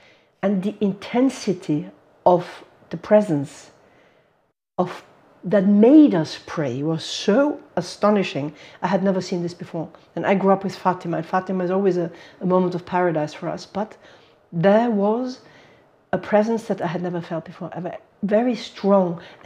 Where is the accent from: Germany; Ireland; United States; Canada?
Germany; Munich, Bavaria; born there; English is a second language; And I am from Germany. I was born in Germany from a Hungarian father and a sort of Italian-German mother. So a mix of nations in our home. And I was born in Munich in many years ago, 1958.